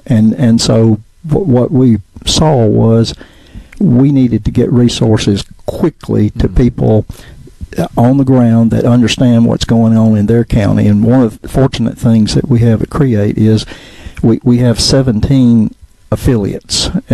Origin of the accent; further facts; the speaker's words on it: Amory, Mississippi, United States; And, of course, I grew up in Amory, and so was pretty involved in supporting the effort after the major tornado in 2023 in Amory.